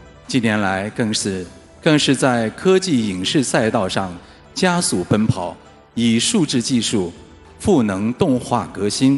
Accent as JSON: {"language": "Chinese", "region": "Chongqing", "country": "China", "tie": "born or raised there", "said": "在我的家乡重庆"}